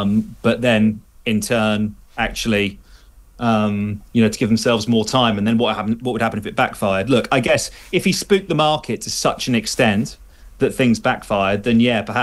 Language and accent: English; England, United Kingdom; Well, as a as an Englishman, I view it as my national duty to oppose the French in all things.